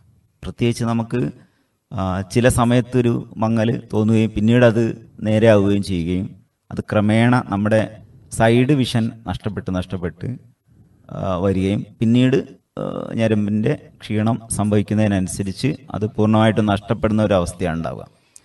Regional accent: Palakkutty, Kerala, India; now in Cheruvadi, India; അതായത് ഞാൻ ജനിച്ച് വളർന്ന സ്ഥലം കോഴിക്കോട് ജില്ലയിലെ കൊടുവള്ളി എന്ന് പറഞ്ഞ സ്ഥലത്തിനടുത്തുള്ള പാലക്കുറ്റി എന്ന സ്ഥലത്താണ്.

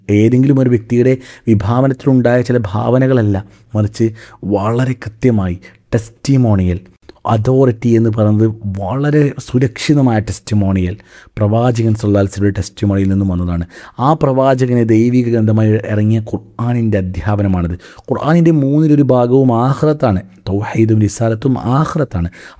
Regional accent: Kerala, India; born there; നേപ്പാളി പ്രളയത്തിൽ പെടാതെ ഞാൻ കേരളത്തിൽ ജനിച്ചത് എന്തുകൊണ്ട്?

